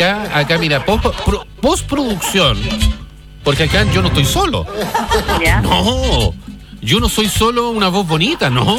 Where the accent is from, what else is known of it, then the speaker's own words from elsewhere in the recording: Lota, Biobío, Chile; also born or lived in Chiguayante; Es que yo soy de Lota.